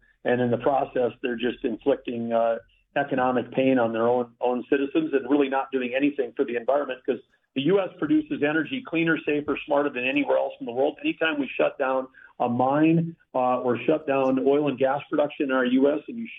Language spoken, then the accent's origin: English; North Dakota, United States; What gets produced out of my home state is North Dakota.